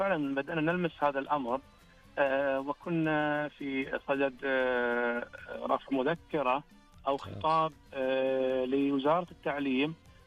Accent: Saudi Arabia

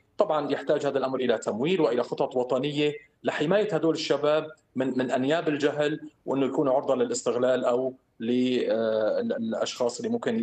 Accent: Syria; نحن كسوريين

